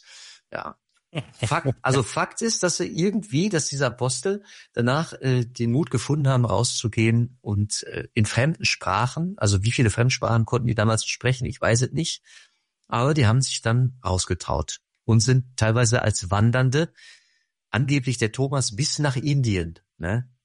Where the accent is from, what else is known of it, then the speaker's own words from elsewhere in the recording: Rade, Germany; Ich bin gerade bei meinen Eltern und also in Rade in meiner Heimat